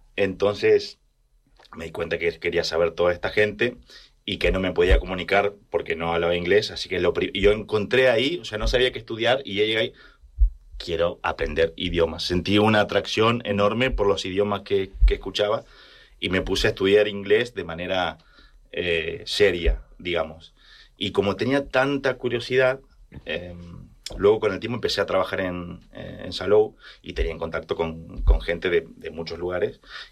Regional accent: Argentina; moved away as an adult; now in Spain; Y yo soy del campo de Argentina

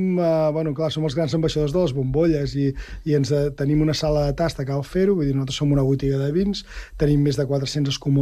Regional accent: Catalonia, Spain; com que som del Penedès, és una mica el que nosaltres podem transmetre molt bé el Penedès

